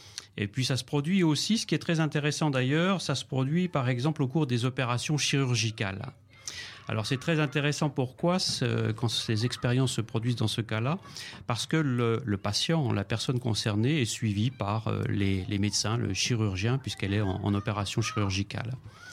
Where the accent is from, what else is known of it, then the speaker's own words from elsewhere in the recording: France; Oui, je viens de France, mais je suis souvent en Belgique